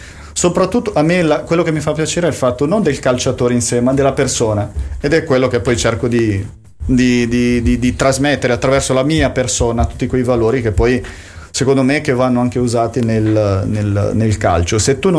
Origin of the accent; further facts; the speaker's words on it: Brazil; now in Sardinia, Italy; noi veniamo dal Brasile